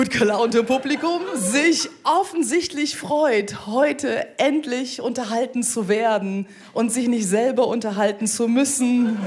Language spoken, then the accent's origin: German; Germany; born there; ich komme gebürtig aus der Eifel